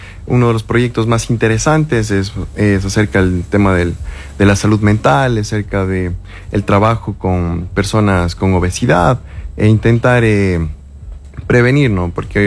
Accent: Imbabura, Ecuador

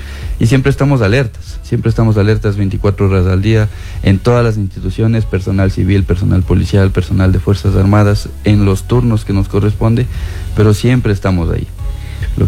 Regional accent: Ecuador; también somos ciudadanos, también somos ecuatorianos

